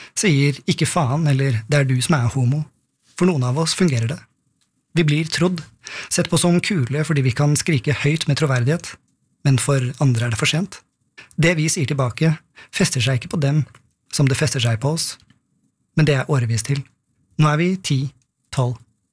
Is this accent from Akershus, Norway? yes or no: yes; Oppegård, Akershus, Norway; born or raised there